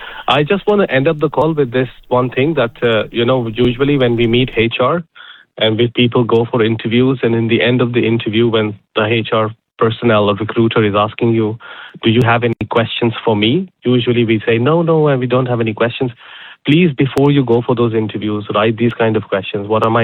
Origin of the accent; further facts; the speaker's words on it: India; like I am from India, and if somebody asks me, okay, what's your airport? So I should choose the nearest airport to my city.